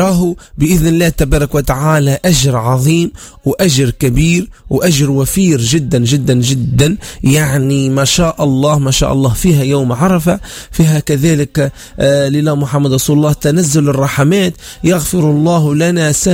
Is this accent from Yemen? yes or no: no; Tunisia; بلدنا تونس.